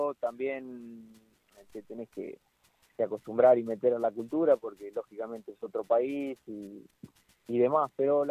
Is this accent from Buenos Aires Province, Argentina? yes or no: yes; Ramallo, Buenos Aires Province, Argentina; moved away as an adult; now in near Florence, Italy